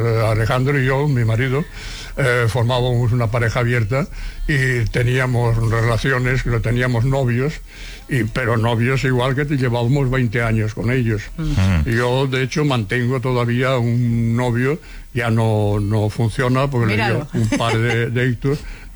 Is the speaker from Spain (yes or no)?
yes; Seville, Andalusia, Spain; now in Barcelona, Spain; nosotros cuando vinimos de Sevilla.